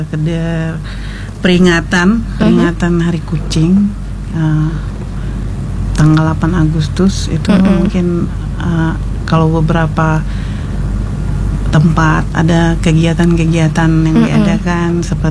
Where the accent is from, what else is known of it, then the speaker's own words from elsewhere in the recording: Singkawang, West Kalimantan, Indonesia; now in Sambas, Indonesia; Asal tempat tinggalnya, mm-mm, dari Singkawang.